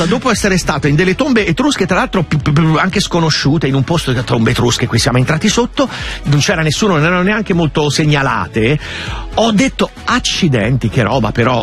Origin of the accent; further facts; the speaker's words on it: Umbria, Italy; essendo io umbro